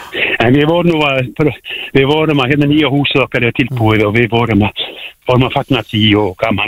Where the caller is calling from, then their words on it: Norway; búið að vera yndislegt hérna í Noregi